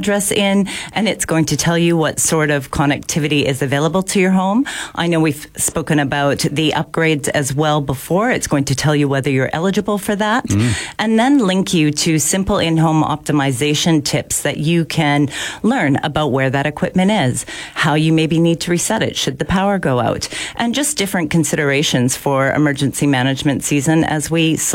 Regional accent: Canada; also born or lived in United States; now in Ballarat, Australia; Because I don't live there anymore, and I'm actually Canadian

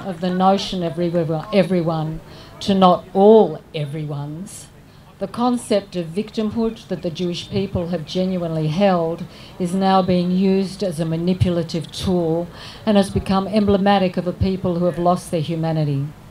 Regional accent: Australia; as an Australian

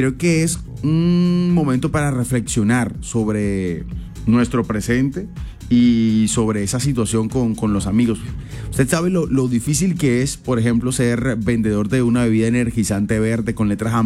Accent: Colombia; Soy colombiano

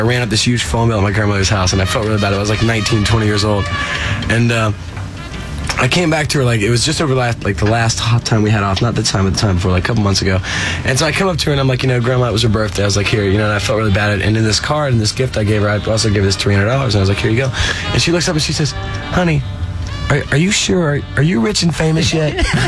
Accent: Florida, United States

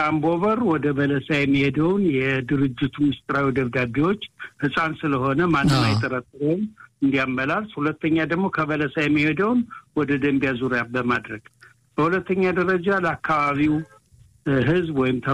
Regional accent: Wuzaba, Amhara, Ethiopia; አንደኛ ውዛባ የሚባል ቀበሌ አብረን ነው ያደግነው።

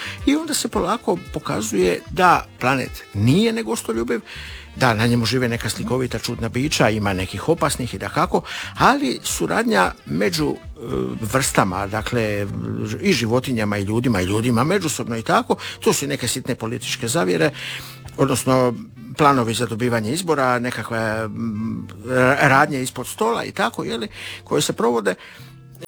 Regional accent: Dalmatia, Croatia; Ja sam iz Dalmacije, vi iz Istre, prema tome poznati su vam zvukovi.

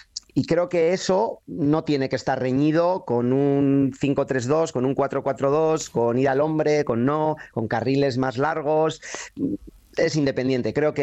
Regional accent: Bilbao, Basque Country, Spain; somos de Bilbao

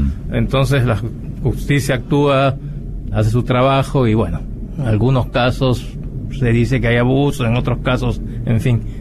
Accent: Peru

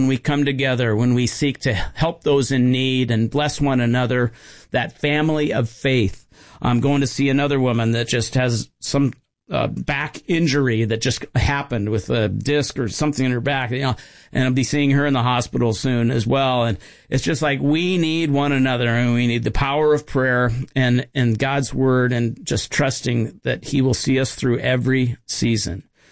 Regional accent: Harvey, North Dakota, United States; also born or lived in Seattle; Well, my first memories are growing up in North Dakota. My dad was a pastor, and I remember about 4 years old, I remember moving out from the Seattle area to a little tiny town called Harvey, North Dakota.

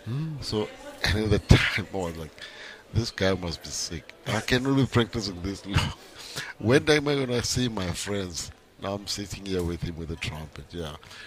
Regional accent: Barberton, Mpumalanga, South Africa; also born or lived in Durban; I mean, when I was growing up in Barberton, I didn't play trumpet at all.

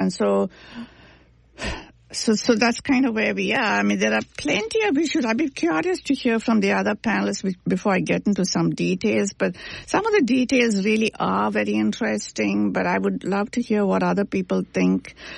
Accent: Canada; I think many people here know that I'm also a Canadian, so I'm familiar with the whole Canadian press.

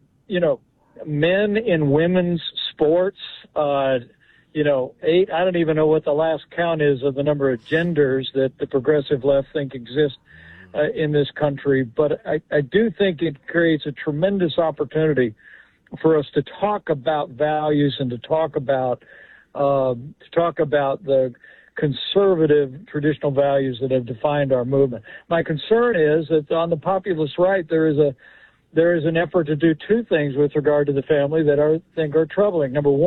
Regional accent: Indiana, United States; born or raised there

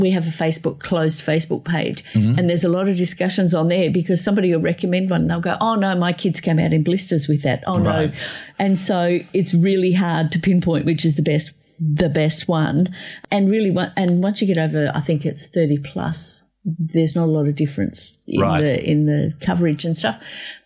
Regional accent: Australia; born there; I'm actually thankful I was born in Australia.

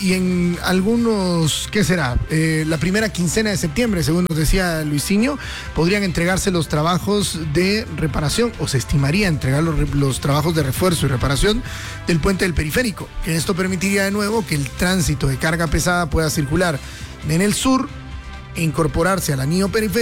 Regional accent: Guatemala; lo que nos va a doler como fútbol guatemalteco

